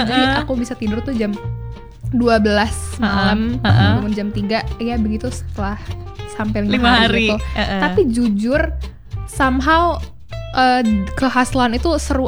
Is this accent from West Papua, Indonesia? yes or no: no; West Java, Indonesia; Aku juga sebenarnya Jawa Barat itu di pinggiran Jakarta.